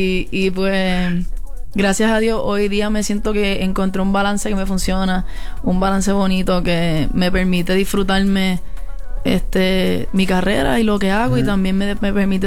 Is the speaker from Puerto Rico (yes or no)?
yes; Añasco, Puerto Rico; Yo todavía estoy en Añasco, en casa, en mi pueblo chiquito